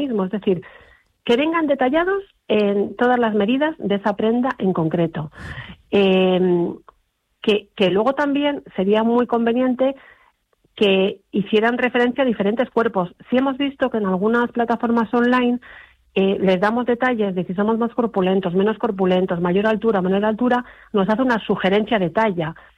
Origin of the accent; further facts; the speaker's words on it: Madrid, Community of Madrid, Spain; No, yo madrileña. Uh-huh. El apellido tiene origen lejano, sí, yo soy soy de Madrid.